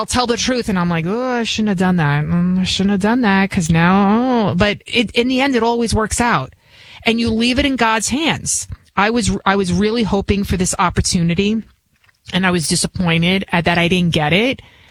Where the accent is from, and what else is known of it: Bronx, New York, United States; born or raised there; accent: Bronx; English is a second language